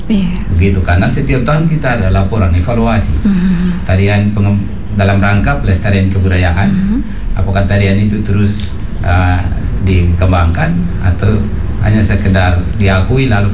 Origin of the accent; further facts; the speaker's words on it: Indonesia; saya besar di Teluk